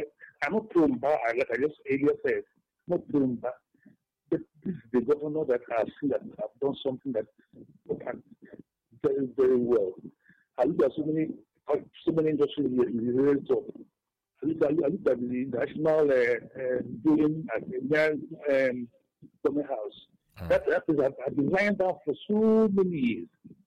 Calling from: Enugu, Enugu State, Nigeria; I'm coming from Enugu.

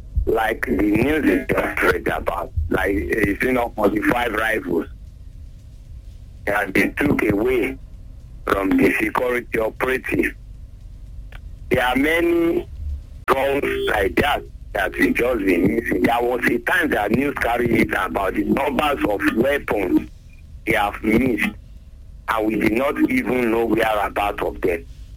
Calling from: Ado, Nigeria; speaking from Ado.

